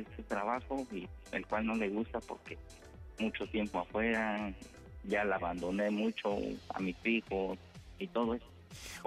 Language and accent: Spanish; Toluca, State of Mexico, Mexico